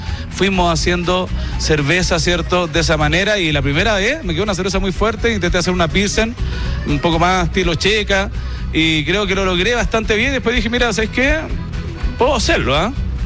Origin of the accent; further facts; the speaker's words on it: San Esteban, Valparaíso, Chile; nosotros somos de Campo de Humá, sector bajo de la comuna de San Esteban. De ahí es mi familia, gente de trabajo, de la tierra, ¿no?